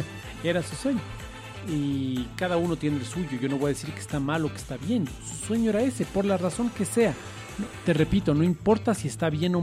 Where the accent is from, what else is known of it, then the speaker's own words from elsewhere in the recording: Ecuador; Así somos los ecuatorianos